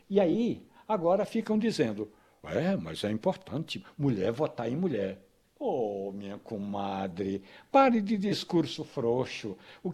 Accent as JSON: {"language": "Portuguese", "town": "Carnaíba", "region": "Pernambuco", "country": "Brazil", "said": "o grande compositor pernambucano Zé Dantas, lá de Carnaíba, de onde eu venho."}